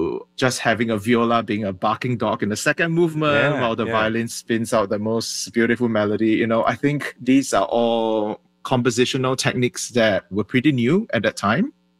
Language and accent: English; Singapore; moved away; when I was growing up in Singapore.